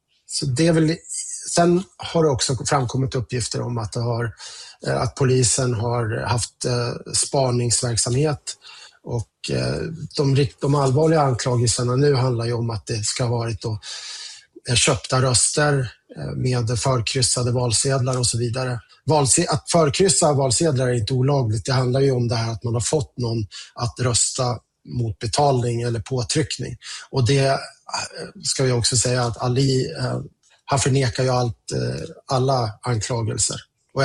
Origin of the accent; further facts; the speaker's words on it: Östersund, Jämtland County, Sweden; now in Stockholm, Sweden; Jag i vanliga fall jobbar från Stockholm. Men nu är jag hemma i Östersund där jag kommer från